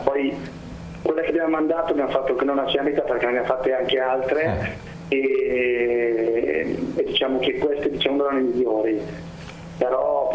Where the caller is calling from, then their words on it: Monza, Lombardy, Italy; sono di Monza.